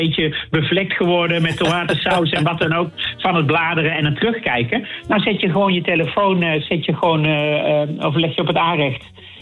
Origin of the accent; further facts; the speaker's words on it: North Brabant, Netherlands; accent: Brabantse tongval; het is mijn accent schijnt herkenbaar te zijn. Dus die Brabantse tongval gaat er toch nooit uit.